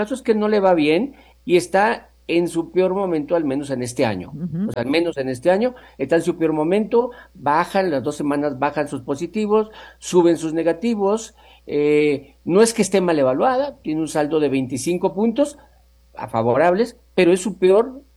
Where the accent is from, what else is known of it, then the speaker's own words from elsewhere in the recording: Culiacán, Sinaloa, Mexico; Vamos, sí, yo soy de Culiacán.